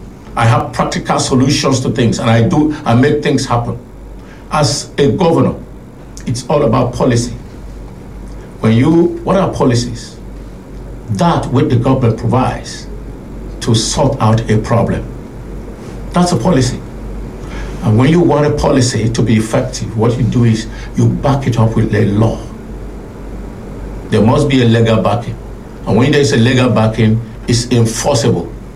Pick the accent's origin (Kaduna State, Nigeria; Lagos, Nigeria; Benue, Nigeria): Benue, Nigeria; I am from Bandika.